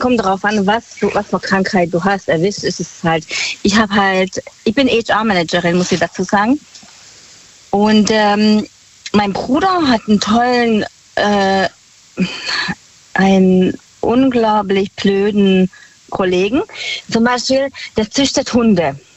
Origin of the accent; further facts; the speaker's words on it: Heidenheim an der Brenz, Baden-Württemberg, Germany; Aus Heidenheim an der Brenz.